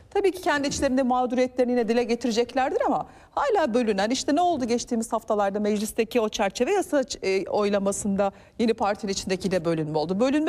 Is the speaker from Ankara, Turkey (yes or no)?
yes; Ankara, Turkey; işte Ankara'da, ben Ankaralıyım.